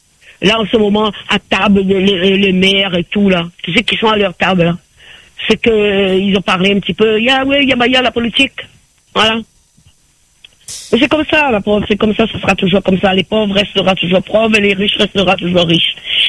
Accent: Réunion; moved away; Moi, quand j'ai quitté la Réunion depuis là 19 ans, les choses n'ont jamais changé.

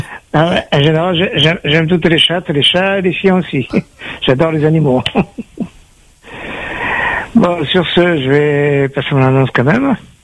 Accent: Orange, Provence-Alpes-Côte d'Azur, France; born there; moved away; mais d'origine espagnole. Je suis né à Orange de Vaucluse, métropole.

